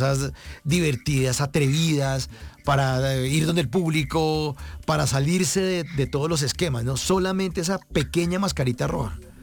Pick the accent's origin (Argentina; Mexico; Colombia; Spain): Colombia; Aquí decimos en Colombia, esto sí fue el florero de Llorente.